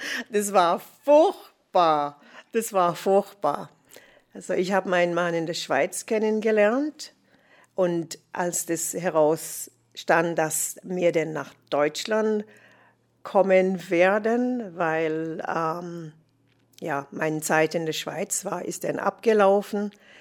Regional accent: Jamaica; German is a second language; moved away as an adult; now in Germany; Das haben wir in Jamaika nicht.

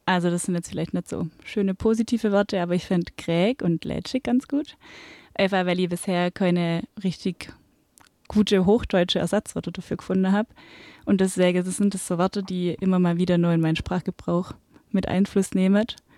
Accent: Riedlingen, Baden-Württemberg, Germany; moved away as an adult; now in Tübingen, Germany; ich komme aus Riedlingen ursprünglich, also Riedlingen an der Donau, bin da aufgewachsen, bin aber vor 6 Jahren jetzt fürs Studium dann nach Tübingen gezogen

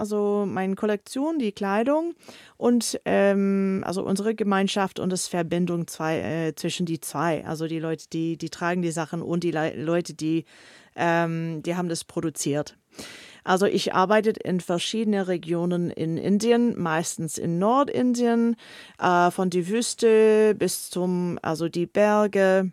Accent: Canada; German is a second language; moved away as an adult; now in Tübingen, Germany; Ja, also ich komme aus Kanada. Ich bin hier in Deutschland in Tübingen seit 2016.

